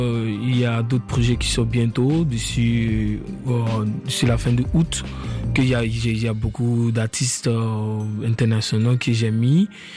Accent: Nigeria; French is a second language; moved away; C'est depuis mon enfance, quand j'étais au Nigeria avec ma grand-mère.

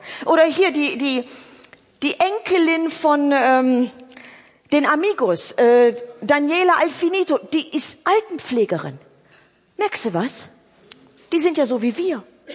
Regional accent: Oberhausen, North Rhine-Westphalia, Germany; Ich komme aus Oberhausen-Altstaden. Wie hört sich das denn an? Ne? Das ist mitten im Ruhrpott.

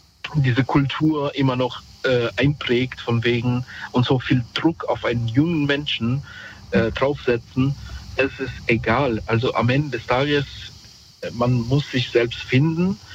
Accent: Mainz, Rhineland-Palatinate, Germany; also ich komm aus Mainz, ne, sagen wir mal Platz 1 in Mainz

